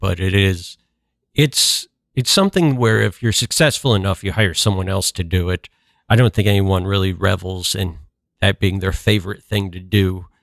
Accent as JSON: {"language": "English", "town": "Minneapolis", "region": "Minnesota", "country": "United States", "moved": "yes", "said": "I'm from Minneapolis, so things were going on here."}